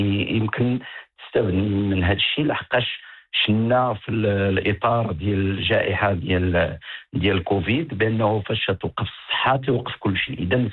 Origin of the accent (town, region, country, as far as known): Morocco